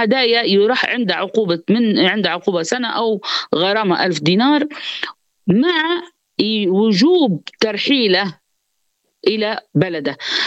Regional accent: Tripoli, Tripoli District, Libya; في منطقة السراج عندنا في طرابلس.

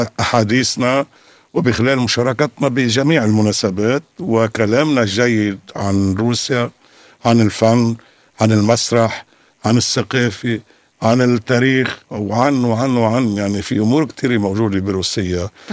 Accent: Lebanon; moved away; وتعرف أني أنا لبناني،

